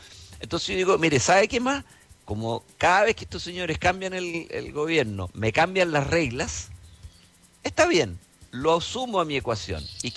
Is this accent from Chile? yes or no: yes; Chile; con lo pendular que somos los chilenos, y digo pendular para no decir esquizofrénico, psicópata, entre los que me incluyo, a mucho orgullo